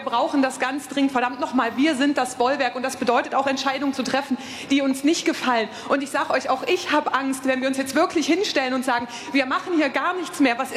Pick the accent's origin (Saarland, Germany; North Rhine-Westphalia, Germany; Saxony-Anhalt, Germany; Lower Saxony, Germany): Saxony-Anhalt, Germany; Ich komme aus Sachsen-Anhalt, ich war da gerade im Wahlkampf und ich sage euch wirklich, die Stimmung dort ist eine ganz andere, als wir sie hier gerade haben.